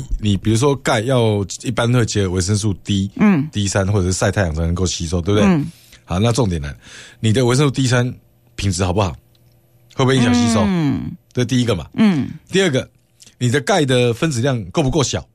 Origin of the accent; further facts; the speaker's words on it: Taiwan; 那台湾齁统计下来齁，我们台湾人啊